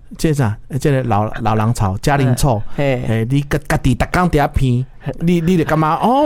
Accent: Taiwan; 我们台湾人

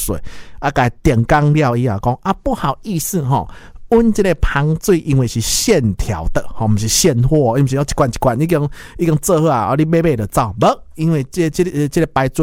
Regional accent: Taiwan; 我们台湾人很喜欢说哦，台湾被世界看见嘛。

